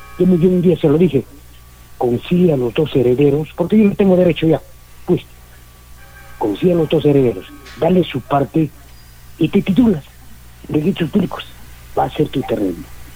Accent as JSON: {"language": "Spanish", "country": "Peru", "tie": "born there", "said": "yo nací acá en Ampliación Pujarpata. Los del pueblo nos decían La Pampa, con 60 años."}